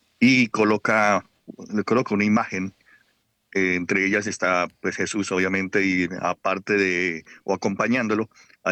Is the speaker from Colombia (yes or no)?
yes; Bogotá, Bogotá D.C., Colombia; moved away